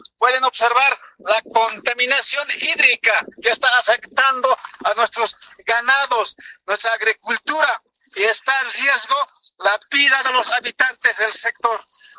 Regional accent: Quiripujo, La Paz, Bolivia; Boliviano, principalmente el departamento de La Paz. Hoy me encuentro en Subcentral Chojasibe, y es mi pueblo, Central Agraria de Quiripujo, y perteneciente al municipio de Pucarani.

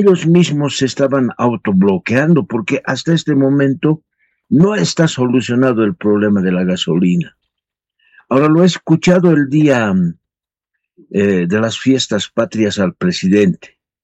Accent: Bolivia; no permite privatizaciones de nuestras empresas como bolivianos

